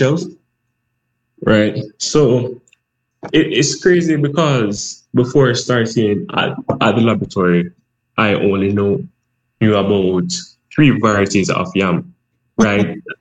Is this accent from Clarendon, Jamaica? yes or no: no; Linstead, Saint Catherine, Jamaica; And I grew up in Linstead, St. Catherine, which is pretty rural.